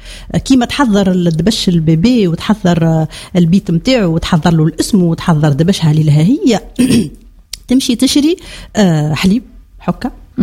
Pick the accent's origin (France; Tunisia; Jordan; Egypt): Tunisia; عندنا في تونس